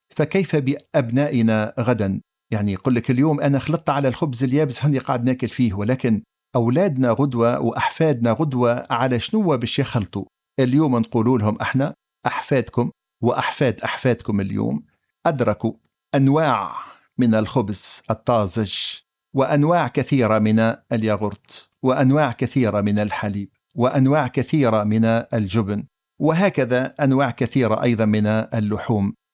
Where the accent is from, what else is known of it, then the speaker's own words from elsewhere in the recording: Tunisia; accent: Tunisian; في لهجتنا التونسية